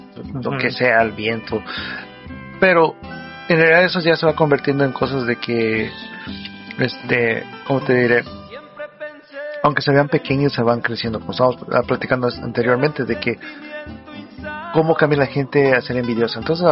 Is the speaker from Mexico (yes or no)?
yes; Mexico; yo como mexicano